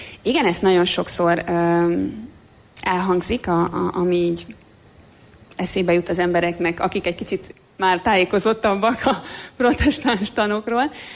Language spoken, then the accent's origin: Hungarian; Gazdagrét, Budapest, Hungary; ahol mi laktunk, ahol fölnőttem Gazdagréten, egy katolikus és egy református közösségnek a plántálása